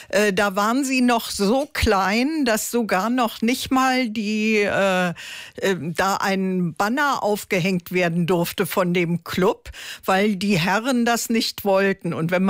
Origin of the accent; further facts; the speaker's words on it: Berlin, Germany; born there; also born or lived in Harsum, Lower Saxony; now in Stade, Germany; Ich bin aus Berlin gebürtig und bin 35 Jahre im Hildesheimer Raum in Harsum gewesen.